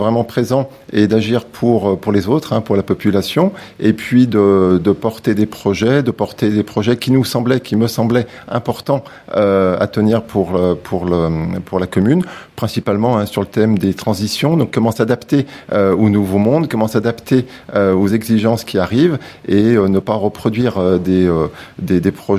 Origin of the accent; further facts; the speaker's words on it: France; ma commune, là où je vis, là où j'ai grandi.